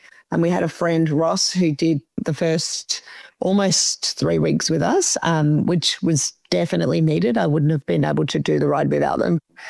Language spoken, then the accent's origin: English; Victoria, Australia; We're from Victoria